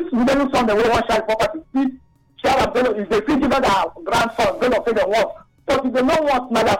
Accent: Rivers, Nigeria; I'm from River State, you call it prescribing.

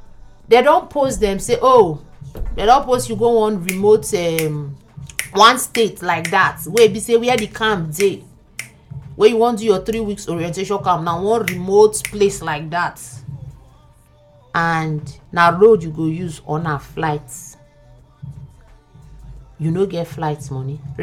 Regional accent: Delta, Nigeria; I'm from Delta State, from South.

